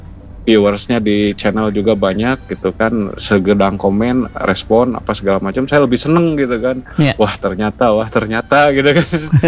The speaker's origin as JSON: {"language": "Indonesian", "town": "Sumedang", "region": "West Java", "country": "Indonesia", "tie": "born or raised there", "said": "saya waktu itu lagi di Sumatera, benar-benar kangen dengan kampung halaman. Saya kan orang Sumedang Kang ya."}